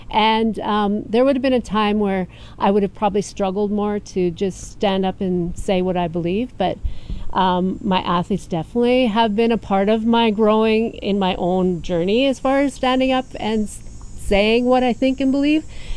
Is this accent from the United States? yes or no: no; Schoenfeld, Manitoba, Canada; I grew up in Schoenfeld, actually.